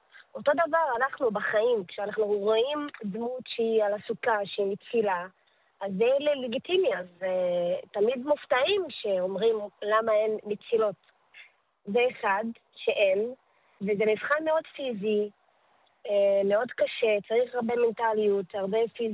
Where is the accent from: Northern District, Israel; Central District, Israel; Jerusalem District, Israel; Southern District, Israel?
Central District, Israel; Tayibe; אני בת 28 … אני מטייבה